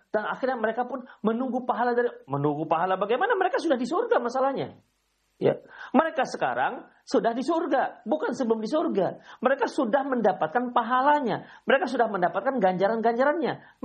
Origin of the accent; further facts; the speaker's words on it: West Sumatra, Indonesia; mereka bahasa kalau bahasa kami orang Minang terperangah gitu